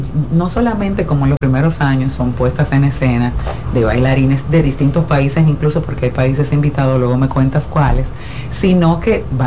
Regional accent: Dominican Republic; como la que estamos produciendo nosotros dominicanos.

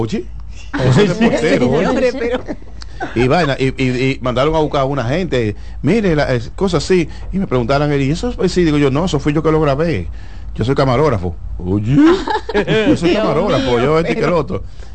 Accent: San Francisco de Macorís, Duarte, Dominican Republic; yo soy de San Francisco de Macorís, de un campo

